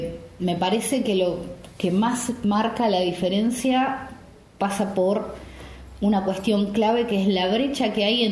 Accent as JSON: {"language": "Spanish", "country": "Argentina", "also_born_or_lived": "Chubut", "said": "amo todo mi país. Soy profundamente patriota. Estoy enamorada de la Argentina desde los 4 años."}